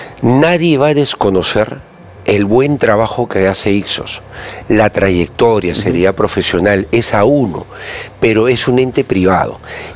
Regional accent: Peru; me refiero en general como peruanos

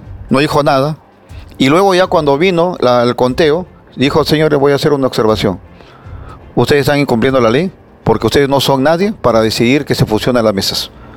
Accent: Peru

